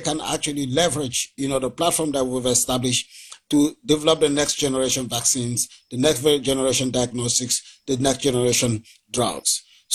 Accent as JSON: {"language": "English", "country": "Cameroon", "tie": "born or raised there", "said": "Oh yeah, I grew up in Cameroon, a very rural place in Cameroon, in a place where there was a lot of malaria as a disease."}